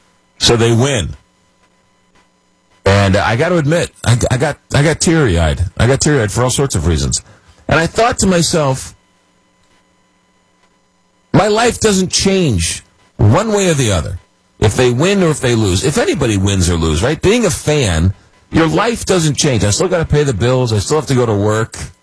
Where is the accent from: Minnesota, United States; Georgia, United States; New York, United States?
New York, United States; Long Island; growing up in Long Island, taking the Long Island Railroad into Penn Station.